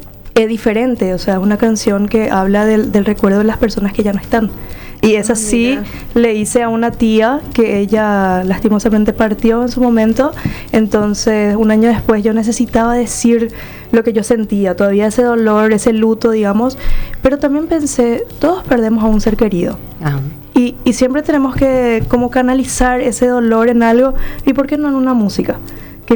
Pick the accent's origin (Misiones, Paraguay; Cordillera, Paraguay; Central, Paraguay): Cordillera, Paraguay; Caraguatay; born there; also born or lived in Asunción; Yo soy realmente oriunda de Caraguatay, pero porque yo soy una malcriada de Caraguatay. Yeah. O sea, yo soy arribeña. Yo soy de Asunción. Bueno, yo nací en Asunción.